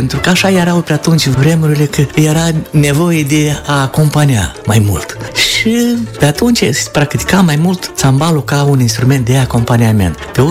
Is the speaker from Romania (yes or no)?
no; Moldova